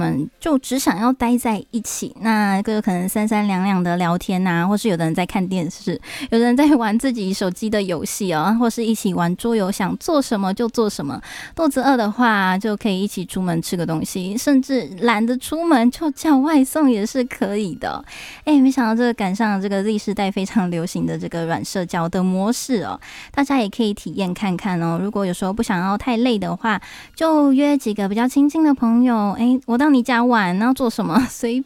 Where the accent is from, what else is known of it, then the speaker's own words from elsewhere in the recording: Tainan, Taiwan; 因为我是台南人嘛，